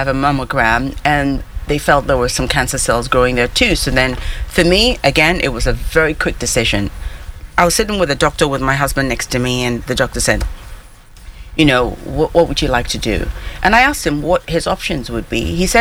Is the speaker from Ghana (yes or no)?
yes; Ghana; I was brought up in Ghana.